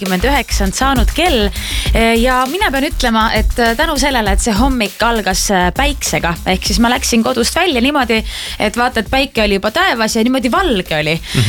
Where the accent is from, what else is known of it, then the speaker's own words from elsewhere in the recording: Tallinn, Harju County, Estonia; mina kasvasin üles Mustamäel